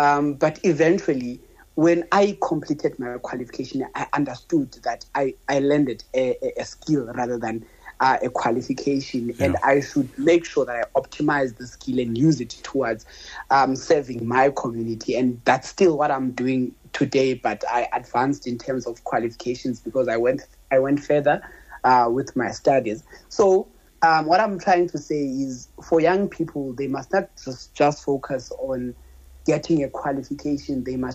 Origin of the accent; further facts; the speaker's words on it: Queenstown, Eastern Cape, South Africa; moved away as an adult; also born or lived in Port Elizabeth; I'm originally from Queenstown.